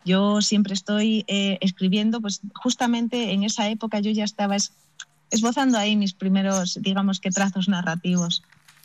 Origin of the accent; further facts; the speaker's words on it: Galicia, Spain; now in Madrid, Spain; mis raíces gallegas, de quien vive con constante morriña, porque vivo en Madrid.